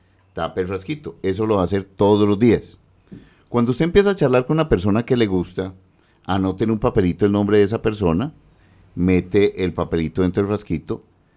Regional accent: Paisa region, Colombia

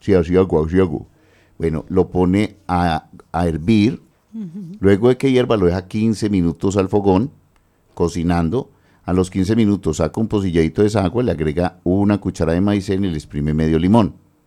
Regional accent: Paisa region, Colombia

